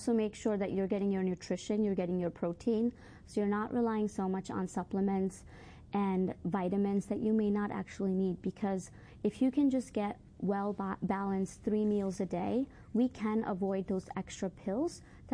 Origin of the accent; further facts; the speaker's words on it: India; moved away; I grew up in India